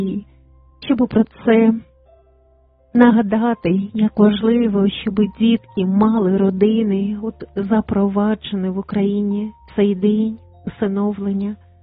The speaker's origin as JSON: {"language": "Ukrainian", "region": "Kyiv", "country": "Ukraine", "said": "Батьки, їхні батьки, всі жили в Києві, ми кияни вже там в якому поколінні."}